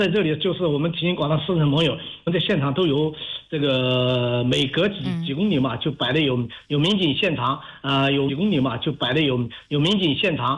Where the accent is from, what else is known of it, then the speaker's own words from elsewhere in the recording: Hubei, China; now in Hebei, China; 我是湖北人